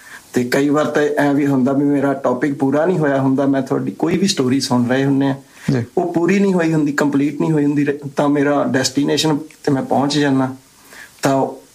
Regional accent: Sri Ganganagar, Rajasthan, India; moved away; ਮੈਂ ਗੰਗਾਨਗਰ ਤੋਂ, ਰਾਜਸਥਾਨ

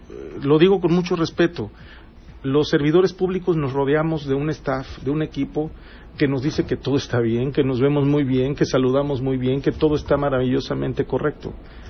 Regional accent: Acapulco, Guerrero, Mexico; yo soy originario de Acapulco

